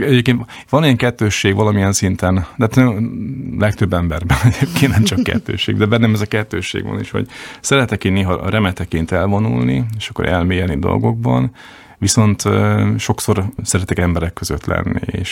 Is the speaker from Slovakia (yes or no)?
yes; Slovakia; volt egy tanár a filozófia szakon, aki tudta, hogy magyarok vagyunk egy páron, és így titokban megengedte, hogy magyarul vizsgálszunk. Úgyhogy akkor jöttem Budapest, és akkor vettem a filozófia könyveket.